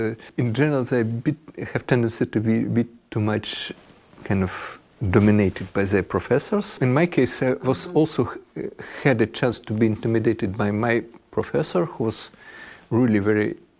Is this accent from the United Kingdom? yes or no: no; Russia; I'm from Russia, and I never been on the east of Ural Mountains in Russia, so I've seen only in very little of western part.